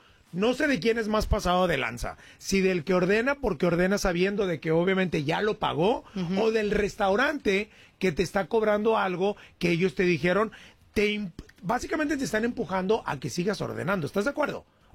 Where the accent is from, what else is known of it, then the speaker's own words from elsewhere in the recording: Nuevo León, Mexico; No, espérame, yo soy regio, bro.